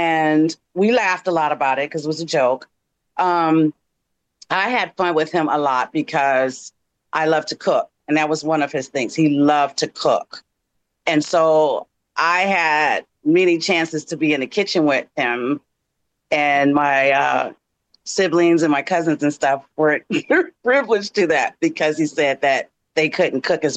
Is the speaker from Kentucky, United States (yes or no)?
no; Oakland, California, United States; born there; I was born in Oakland.